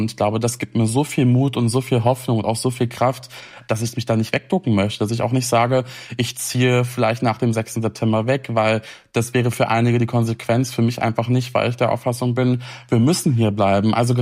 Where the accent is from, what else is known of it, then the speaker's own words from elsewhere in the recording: Saxony-Anhalt, Germany; ich komme ja aus dem Saalkreis, hier ist das Leunawerk, das Chemiewerk